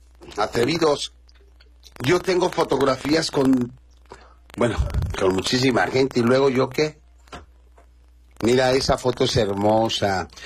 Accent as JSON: {"language": "Spanish", "town": "Teloloapan", "region": "Guerrero", "country": "Mexico", "said": "en mi tierra, en Telolapan"}